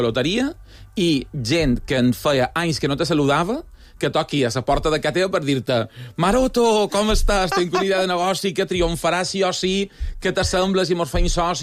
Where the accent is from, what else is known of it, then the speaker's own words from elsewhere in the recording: Palma, Balearic Islands, Spain; perquè des que m'havia mudat no és el meu mercat, jo som de Pere Grau